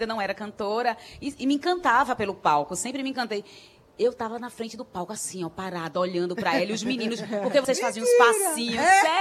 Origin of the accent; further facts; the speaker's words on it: Cabo de Santo Agostinho, Pernambuco, Brazil; Eu sou do Cabo, de Santo Agostinho.